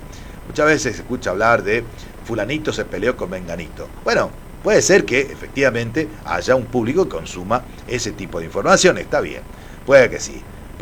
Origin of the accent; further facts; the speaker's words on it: Misiones, Argentina; a nosotros los misioneros